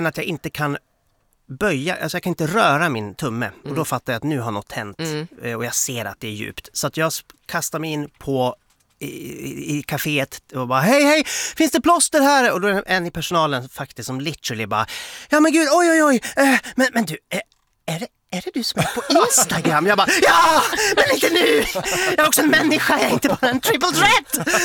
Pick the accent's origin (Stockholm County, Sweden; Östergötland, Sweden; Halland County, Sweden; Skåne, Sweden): Stockholm County, Sweden; Stockholm; nej, jag är från Stockholm, jag är här på besök, men hjälp mig.